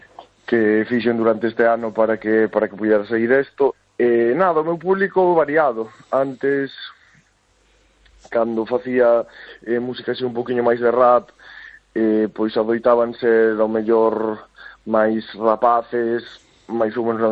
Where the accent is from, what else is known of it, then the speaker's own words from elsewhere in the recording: Galicia, Spain; simplemente son galego, falo galego, a miña lingua é o galego